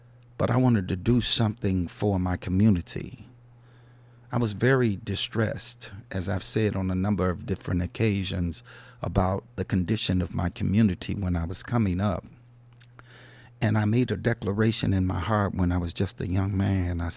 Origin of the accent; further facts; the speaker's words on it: Chicago, Illinois, United States; I'm from Chicago.